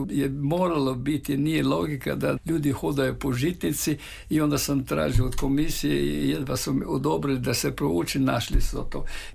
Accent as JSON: {"language": "Croatian", "region": "Krapina-Zagorje County", "country": "Croatia", "said": "a ja kao lukavi Zagorac, ja sam jednostavno išao tamo"}